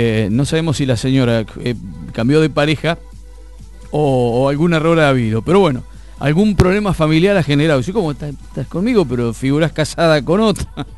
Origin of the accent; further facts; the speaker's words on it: Argentina; Tenemos también como argentinos hacer valer nuestros derechos en este lugar.